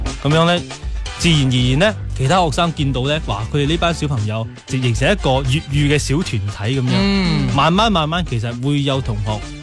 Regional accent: Foshan, Guangdong, China; 我係首先我土生土長佛山人，我自細就喺個粵語環境長大嘅。咁、加上呢我自己都是听粤语歌大的。

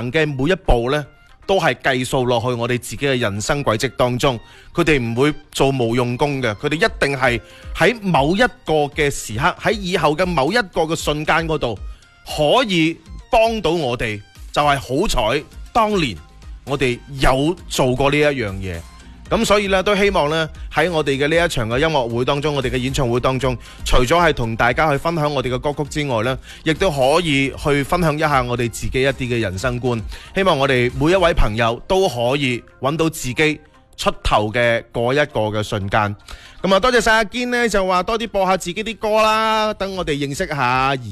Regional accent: Guangdong, China; 我哋廣東人呢其實係非常之講究嗰啲嘅意頭嘢啊

